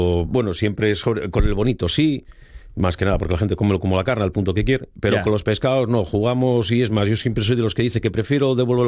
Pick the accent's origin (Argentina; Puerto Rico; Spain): Spain; Asturias; como buenos asturianos que somos